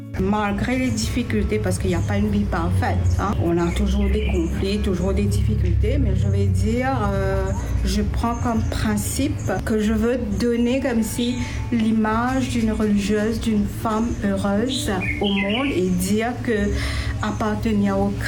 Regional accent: Saint Pierre, Moka, Mauritius; now in Camp-de-Masque, Mauritius; je suis mauricienne, originaire de Saint-Pierre, je suis fille de Marie. Actuellement, je suis affectée à la communauté de Camp-de-Masque.

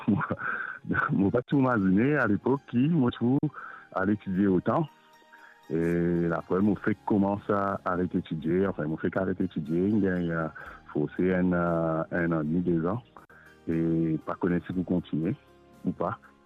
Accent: Rodrigues, Mauritius; j'ai grandi dans Rodrigue, dans Palissade. Et moi, j'ai grandi dans sport. Moi, j'ai grandi dans un univers de sport de Rodrigue là

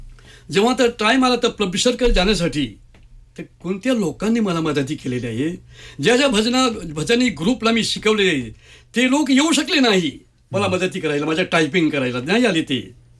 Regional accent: Maharashtra, India; मराठी, मी मराठी माणूस, मी मराठी शिकलेला माणूस, मराठी टीचर होतो मी

